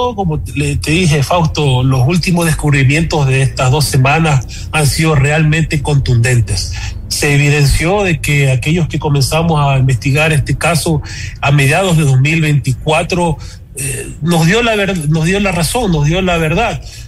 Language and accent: Spanish; Ecuador